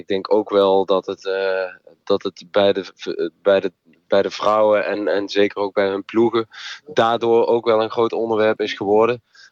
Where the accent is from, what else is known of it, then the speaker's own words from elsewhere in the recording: Netherlands; zeker voor ons als Nederlanders.